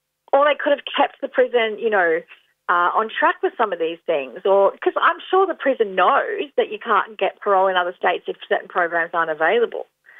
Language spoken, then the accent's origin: English; Queensland, Australia; moved away; I'm originally from Queensland and I wanted to go back home to Queensland to my family